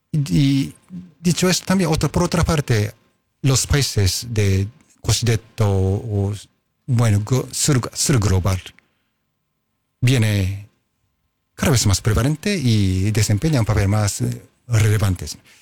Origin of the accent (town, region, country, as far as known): Japan